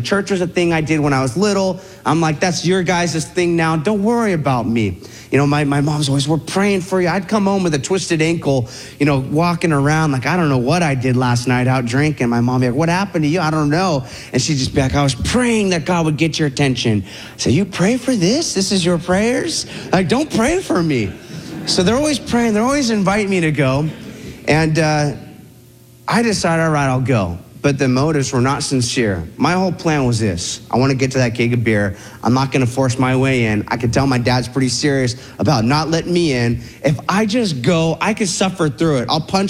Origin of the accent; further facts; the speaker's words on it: Huntington, California, United States; And I think we stashed the other one in my dad's garage in my hometown.